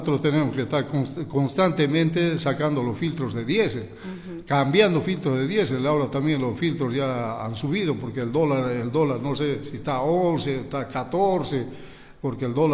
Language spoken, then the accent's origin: Spanish; Tarija, Bolivia; Yo, que soy chapaco de pura cepa, vivo en Tarija, nací en Tarija, nací en el barrio de La Loma, me crié en La Loma.